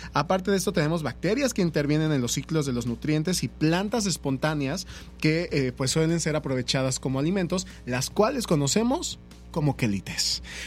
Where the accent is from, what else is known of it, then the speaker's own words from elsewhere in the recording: Mexico; como mexicanos, porque todos somos hijos del maíz.